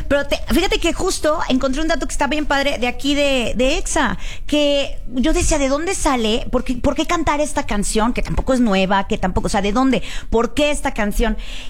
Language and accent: Spanish; Mexico; todos traemos ahí de repente nuestras cosas como país, y qué bonito como latinoamericanos y como mexicanos.